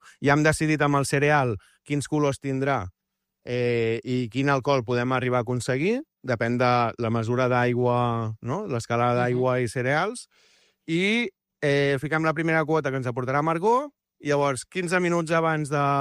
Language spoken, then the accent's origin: Catalan; Arenys de Mar, Catalonia, Spain